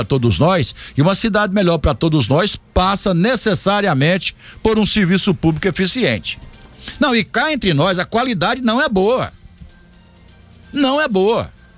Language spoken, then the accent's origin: Portuguese; Brazil; e eu falo isso aqui porque eu sou brasileiro.